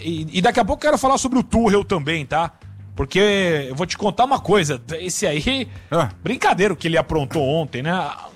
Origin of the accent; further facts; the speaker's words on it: Brazil; nós brasileiros